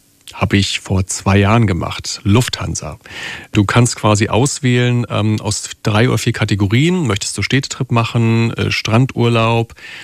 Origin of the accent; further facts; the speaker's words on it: East Germany, Germany; ich bin ein Kind des Ostens, habe jeden Sommer in Kühlungsborn verbracht.